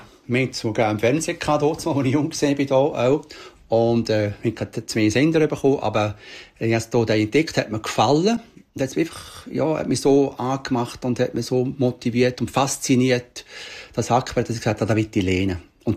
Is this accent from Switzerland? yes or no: yes; Appenzell, Appenzell Innerrhoden, Switzerland; Bei uns in Appenzell hat man dann auch einen gefunden, der Aldes Jock.